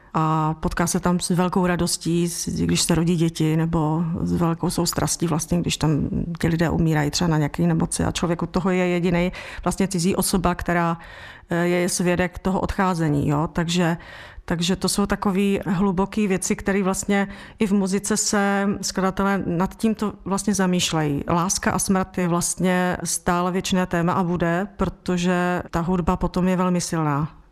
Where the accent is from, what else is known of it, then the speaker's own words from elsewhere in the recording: Karviná, Moravian-Silesian Region, Czechia; já jsem z Hornického kraje, z Karviné, a tam vlastně obrovská kultura bylo zborové studio